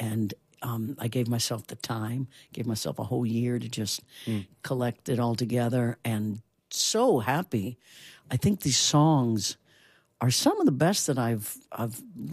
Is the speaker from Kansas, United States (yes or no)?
yes; Kansas, United States; moved away; also born or lived in Boston / Los Angeles; I grew up in Kansas and it was all kinds of music in Kansas.